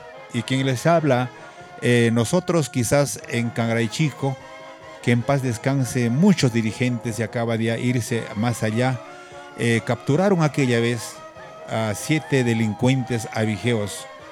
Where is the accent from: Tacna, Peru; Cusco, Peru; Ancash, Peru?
Ancash, Peru; Marián; Soy de Marián, soy de centro poblado de Marián, soy hijo de un campesino